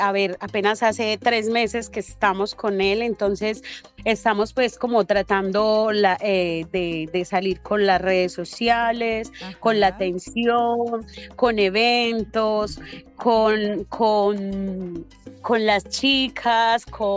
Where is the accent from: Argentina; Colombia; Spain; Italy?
Colombia; Medellín, Antioquia; now in Cali, Colombia; Aunque somos de Medellín, a ver, los dueños somos de Medellín